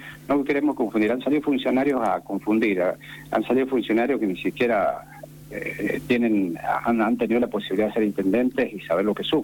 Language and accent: Spanish; San Juan, Argentina; siendo un sanjuanino